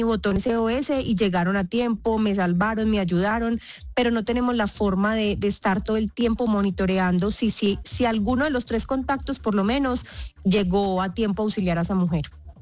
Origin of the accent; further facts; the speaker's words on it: Medellín, Antioquia, Colombia; Yo soy de Medellín. Yo soy de Medellín